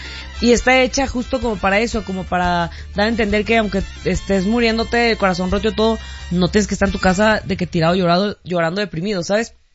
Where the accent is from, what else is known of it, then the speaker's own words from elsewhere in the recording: Tampico, Tamaulipas, Mexico; yo soy de Tampico, Tamaulipas, pues yo sí crecí mucho escuchando el norteño.